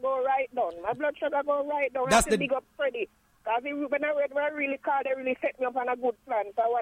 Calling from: Margate, Florida, United States; I'm in Hollywood now at work, but I live in Margate.

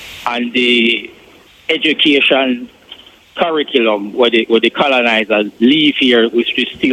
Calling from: Jamaica; we call ourselves Jamaican, although we're blue-black.

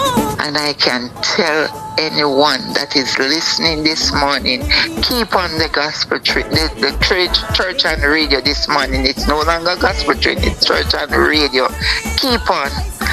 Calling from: Mandeville, Manchester Parish, Jamaica; from Mandeville.

